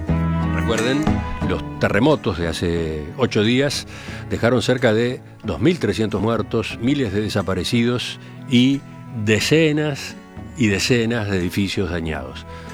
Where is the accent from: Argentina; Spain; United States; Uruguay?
Uruguay; ¿Viste cómo somos los uruguayos?